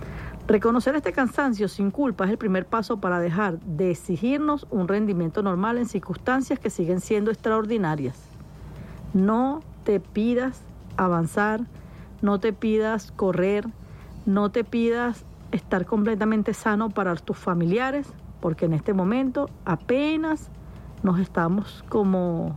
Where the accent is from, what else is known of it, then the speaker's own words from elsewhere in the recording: Venezuela; somos hermanos, somos venezolanos.